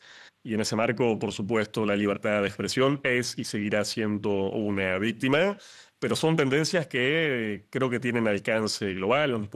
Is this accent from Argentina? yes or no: yes; Argentina; residiendo en mi país, en la Argentina